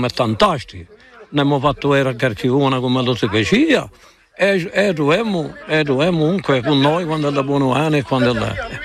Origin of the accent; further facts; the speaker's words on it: Penta-di-Casinca, Corsica, France; Di Panta di Casinca.